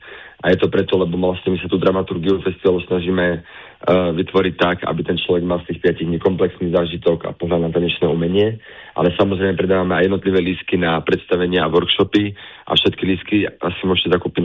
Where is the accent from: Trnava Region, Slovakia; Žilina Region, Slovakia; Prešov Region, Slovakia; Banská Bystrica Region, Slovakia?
Žilina Region, Slovakia; Námestovo; moved away; Námestovo je mesto, odkiaľ pochádzam ja, rovnako veľká časť organizačného tímu.